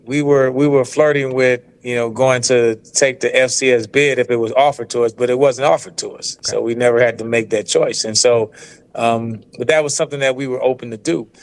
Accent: New Orleans, Louisiana, United States; I don't know why I'm saying Bayou City Classic. And I'm from New Orleans, right?

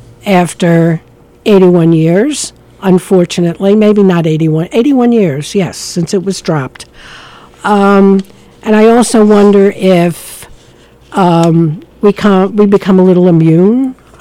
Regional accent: Hinesville, Georgia, United States; born or raised there; moved away

